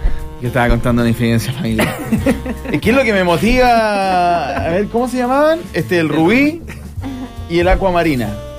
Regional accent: Chile; como el chileno o la chilena somos muy conservadores.

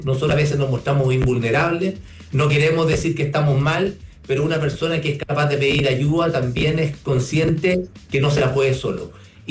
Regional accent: Chile; todos los procesos que se están viviendo hoy día como chilenos también tienen pequeñas respuestas

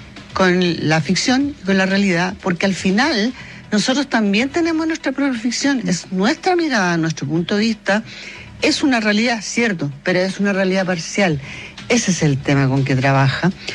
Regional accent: Chile; Y entonces uno, como chileno, no conoce la historia

